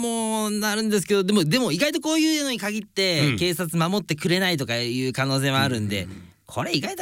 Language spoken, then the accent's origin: Japanese; Kyushu, Japan; now in Tokyo, Japan; 地元九州で乗ることあるんですけども